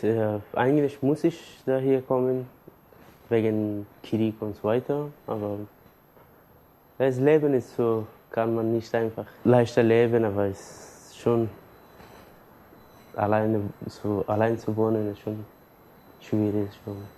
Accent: Afghanistan; German is a second language; moved away as an adult; now in Germany; bin ich 22 Jahre alt und ich komme aus Afghanistan. Und seit 5 Jahren bin ich in Deutschland und seit 2 Jahren wohne ich in Geissigstraße.

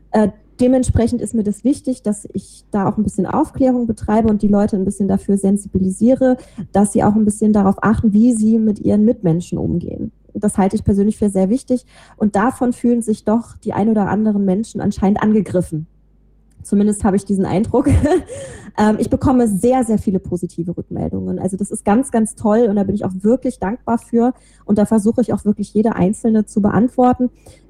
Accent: Rhineland, Germany; born or raised there

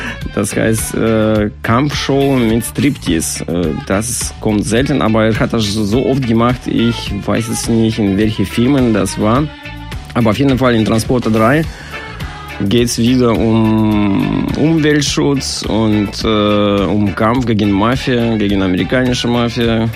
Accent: Russia; German is a second language; moved away; ich komme aus Russland

